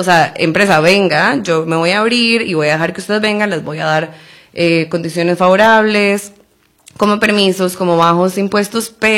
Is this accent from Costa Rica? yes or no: yes; Costa Rica; como los ticos nos deberíamos sentir muy orgullosos de lo que se ha logrado en esa área.